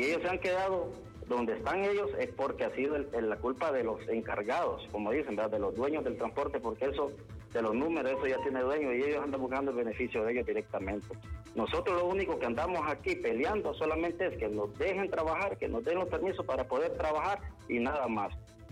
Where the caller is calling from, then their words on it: Honduras; Todos somos hondureños